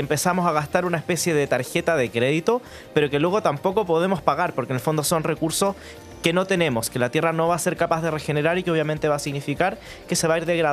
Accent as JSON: {"language": "Spanish", "country": "Chile"}